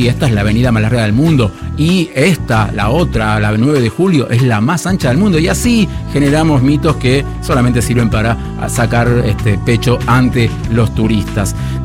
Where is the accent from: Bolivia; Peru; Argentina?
Argentina; es uno de nuestros orgullos como argentinos.